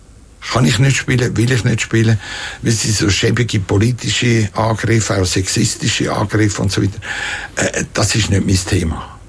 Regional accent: Kaltbrunn, St. Gallen, Switzerland; Und da gab es damals in dem Dorf, wo ich aufgewachsen bin, Kaltbrunn hat das geheißen. Heißt es heute noch.

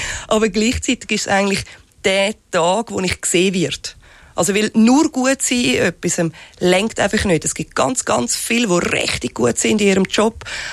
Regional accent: Switzerland; accent: Swiss German; first language Swiss German; German is a second language; es ist auch jetzt gerade für mich unheimlich entspannend, Schweizerdeutsch zu reden. Weil das ist meine Muttersprache und nicht Hochdeutsch. Und das Schlimme ist halt einfach, ich bin in Deutschland immer ein Ausländer

